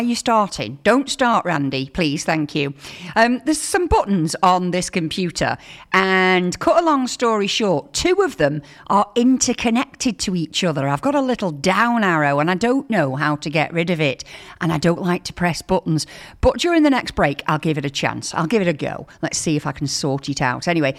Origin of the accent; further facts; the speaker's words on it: Wigan, North West England, United Kingdom; and I am from Wigan, so we don't say schedule, we say schedule.